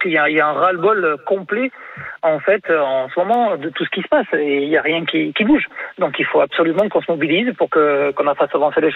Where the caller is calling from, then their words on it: Bordeaux, Nouvelle-Aquitaine, France; nous on a beaucoup de famille en Espagne, donc moi je suis sur Bordeaux